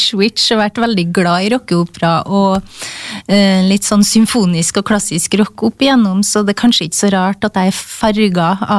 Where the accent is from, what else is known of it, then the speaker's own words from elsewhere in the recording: Trøndelag, Norway; accent: trøndersk; jeg er jo trønder, så da ble det på trøndersk.